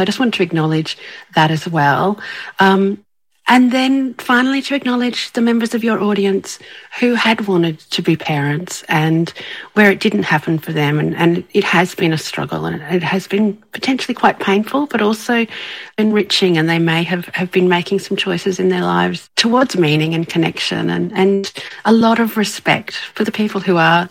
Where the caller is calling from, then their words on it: Brisbane, Queensland, Australia; I just wanted to quickly start to let you know that I'm coming in from Brisbane in Australia